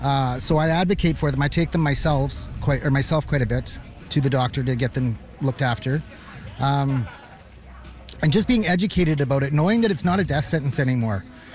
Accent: Saskatchewan, Canada; moved away; I'm from northern Saskatchewan. I haven't been there in 20 years.

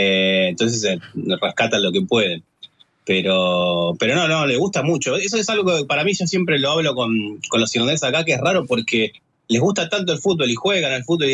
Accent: Argentina; now in Ireland

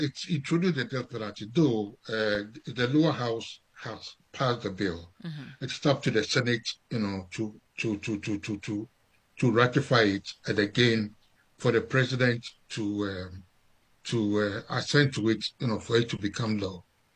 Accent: Ghana; I come from Ghana, you know, I come from Ghana

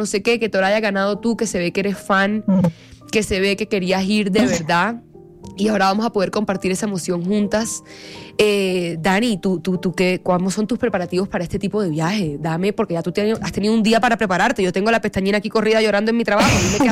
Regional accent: Barranquilla, Atlántico, Colombia; de barranquillera a barranquillera.

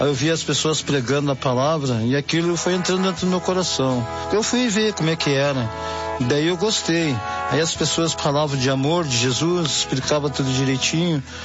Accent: Rio Grande do Sul, Brazil; sou do Rio Grande do S

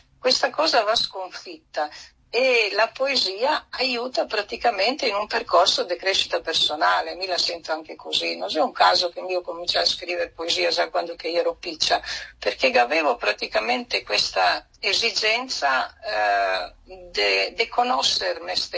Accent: Vodnjan, Istria County, Croatia; crescendo a Dignano con questa visibilità del dignanese che era ancora presente nella generazione dei miei nonni

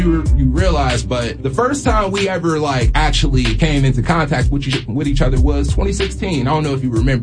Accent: Cincinnati, Ohio, United States; No, I'm from Cincinnati, born and raised

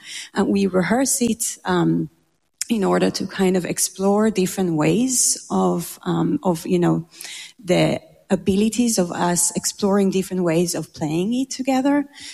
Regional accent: Jerusalem, Jerusalem District, Israel; now in Cincinnati, United States; we grew up together in Jerusalem, in Israel, in a very special school for music and dance.

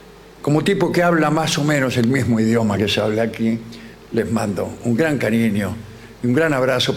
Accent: Caseros, Buenos Aires Province, Argentina; Yo soy un muchacho de Caseros, quiere decir que... Y he andado mucho en Burlingame. Así que, como tipo que habla más o menos el mismo idioma que se habla aquí

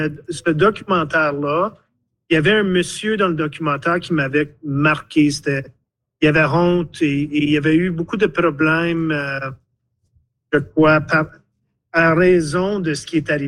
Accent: Ontario, Canada; Donc, en grandissant au Nord, mon père était camionneur.

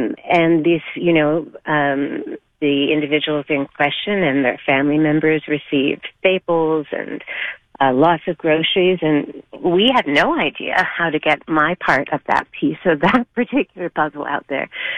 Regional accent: Newfoundland and Labrador, Canada; now in Montreal, Canada; I'm originally from Newfoundland, and I have a place there in Crocker's Cove, Carbonear.

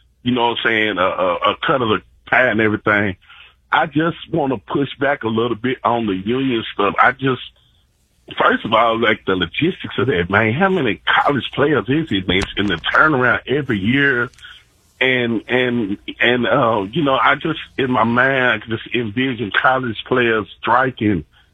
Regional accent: Tennessee, United States

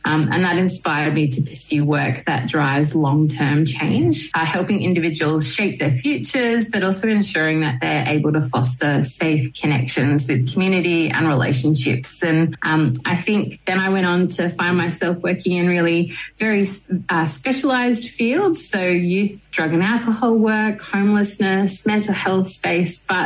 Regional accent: Sutherland Shire, New South Wales, Australia; growing up in the Sutherland Shire

